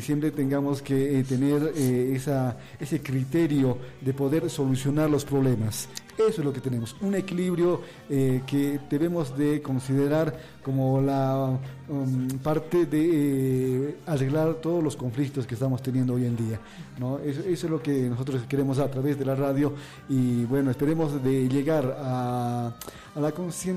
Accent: Potosí, Bolivia; como bolivianos, como potosinos

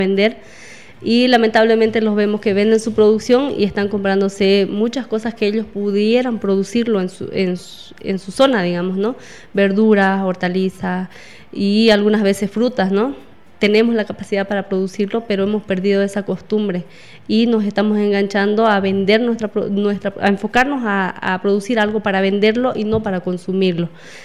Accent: Santa Cruz, Bolivia; Entonces, es una de las oportunidades que tenemos que aprovecharlo como Valles Cruceños

